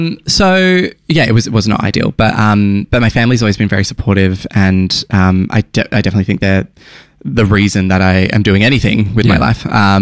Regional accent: Adelaide, South Australia, Australia; moved away as an adult; now in Melbourne, Australia; You may be listening from Adelaide. I grew up in Adelaide.

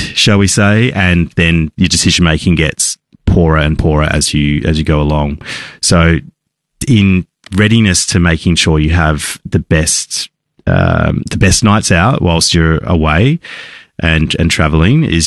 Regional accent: Australia; I think that's one of the naiveties of traveling as an Australian overseas

